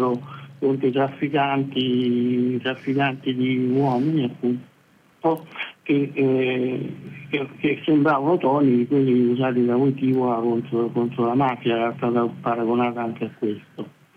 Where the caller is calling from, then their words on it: Rome, Lazio, Italy; siamo da Roma.